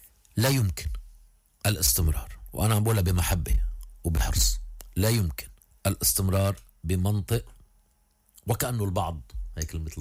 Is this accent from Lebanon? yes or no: yes; Lebanon; حدا منا كلبنانيين؟